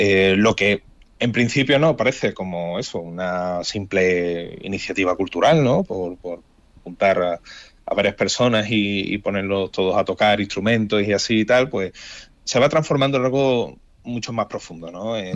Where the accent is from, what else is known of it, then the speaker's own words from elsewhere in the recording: Andalusia, Spain; nosotros somos andaluces